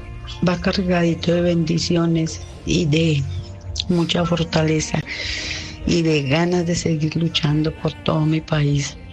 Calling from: Coffee Axis, Colombia; Soy del Eje Cafetero

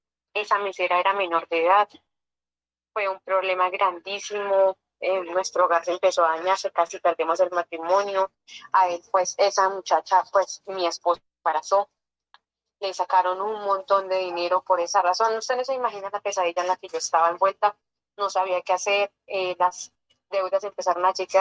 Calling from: Puente Nacional, Santander, Colombia; Puente Nacional Santander.

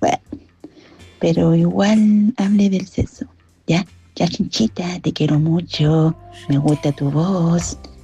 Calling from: Puente Alto, Santiago Metropolitan Region, Chile; de Puente Alto.

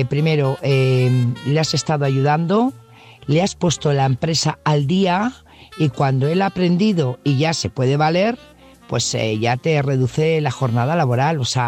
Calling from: Burgos, Castile and León, Spain; Buenas noches … corresponsal de Burgos.

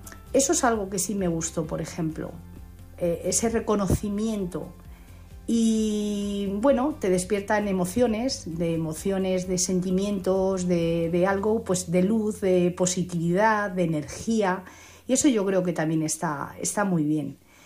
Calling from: Madrid, Community of Madrid, Spain; de Madrid.

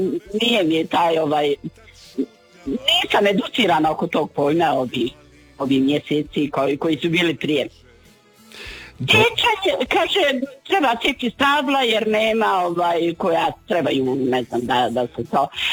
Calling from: Bosnia & Herzegovina; ja sam iz Bosne

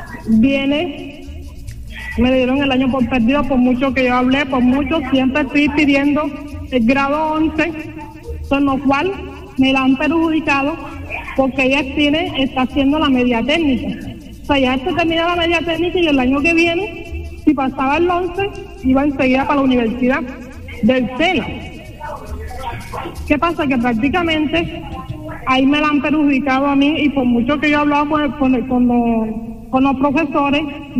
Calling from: Colombia; De aquí, el barrio de Prefabricada, Nuevo Chile.

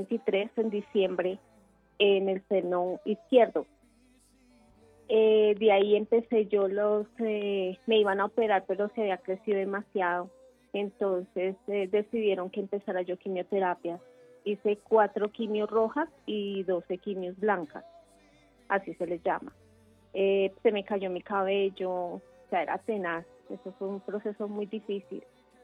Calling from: Bogotá, Colombia; De acá, de Bogotá.

